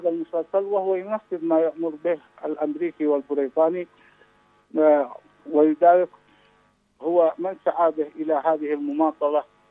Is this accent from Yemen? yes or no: yes; Yemen; لنا كيمنيين